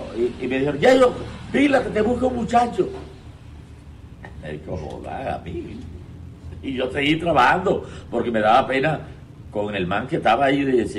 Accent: Zambrano, Bolívar, Colombia; un muchacho nuevo de Zambrano.

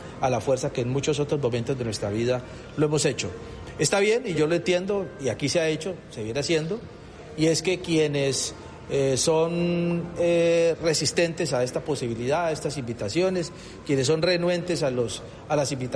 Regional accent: Buenaventura, Valle del Cauca, Colombia; que somos vallecaucanos, que somos de Buenaventura

